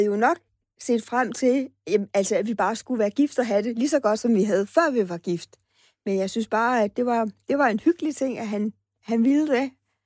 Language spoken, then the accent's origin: Danish; Fredericia, Region of Southern Denmark, Denmark